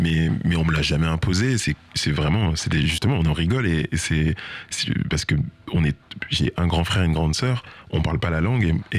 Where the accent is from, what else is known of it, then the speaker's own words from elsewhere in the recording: France; être encore mieux en tant que Français